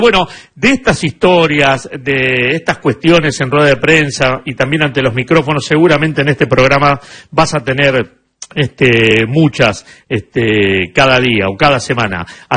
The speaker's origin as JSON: {"language": "Spanish", "country": "Argentina", "said": "yo como argentino"}